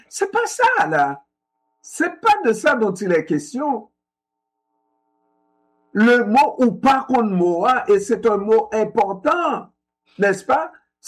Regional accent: Gonaïves, Artibonite, Haiti; ils vont faire leurs droits dans ma ville natale à Gonaïves.

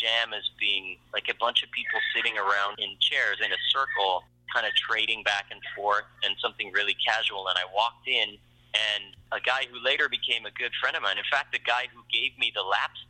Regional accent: Saskatchewan, Canada; And, you know, growing up in Saskatchewan during the long, cold winters

